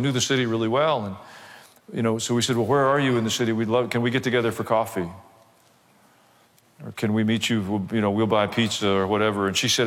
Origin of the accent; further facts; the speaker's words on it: the South, United States; I was raised in the South